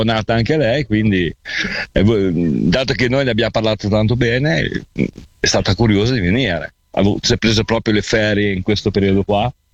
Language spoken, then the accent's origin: Italian; Vignola, Emilia-Romagna, Italy; Siamo di Vignola, in provincia di Modena.